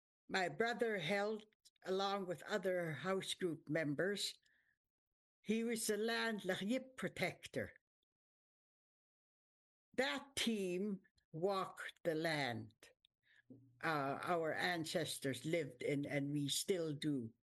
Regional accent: Gitanmax, British Columbia, Canada; now in Gitsegukla, Canada; My home origin, where I was raised, was Gitanmax Reserve. I married into Gitxsagukla Reserve, which is where I'm at now.

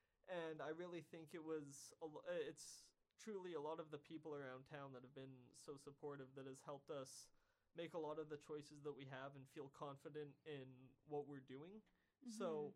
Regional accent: Prince George, British Columbia, Canada; how being in Prince George has helped the band grow and how growing up in Prince George has helped me grow.

